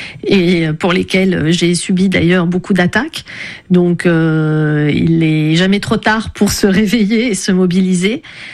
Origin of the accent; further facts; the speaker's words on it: Lebanon; Et moi, c'est ça que j'avais vécu dans mon enfance au Liban, avec une tradition libanaise qui s'appelle le zajal